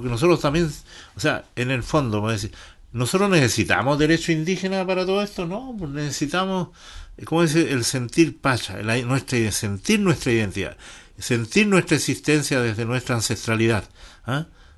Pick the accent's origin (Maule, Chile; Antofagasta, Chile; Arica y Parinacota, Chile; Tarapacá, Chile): Arica y Parinacota, Chile